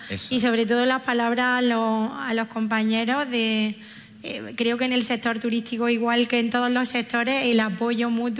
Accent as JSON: {"language": "Spanish", "town": "Alcalá la Real", "region": "Andalusia", "country": "Spain", "said": "yo soy de Alcalá Real"}